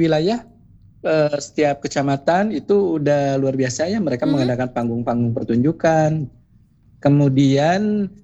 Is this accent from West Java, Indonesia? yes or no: yes; Bandung, West Java, Indonesia; sebagai warga Kota Bandung